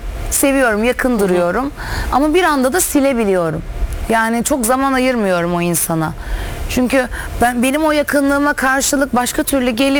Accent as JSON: {"language": "Turkish", "region": "Adana", "country": "Turkey", "tie": "born or raised there", "moved": "as an adult", "lives_now": "Istanbul, Turkey", "said": "Adanalıyım. Orada okudum, bitirdim."}